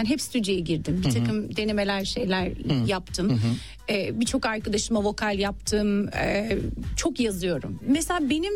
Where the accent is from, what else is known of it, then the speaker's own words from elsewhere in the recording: London, United Kingdom; Biraz daha yani ben yıllarca çok farklı bir ortamda büyüdüm. Halk evlerinde büyüdüm Londra'da.